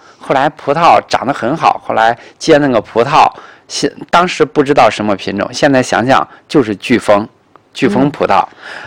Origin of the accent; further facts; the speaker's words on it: Nanyang, Henan, China; moved away as an adult; now in Tianjin, China; 我的老家是南阳。